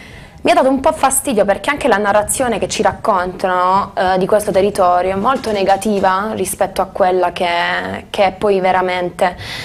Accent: Crispiano, Apulia, Italy; moved away as an adult; also born or lived in Milan; Neanche a Taranto città, io amo molto il mio paese, lo vivo molto bene

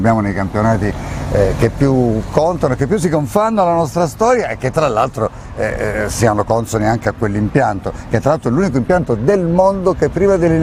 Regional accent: Taranto, Apulia, Italy; moved away; Io poi da Tarantino, anche se vivo fuori

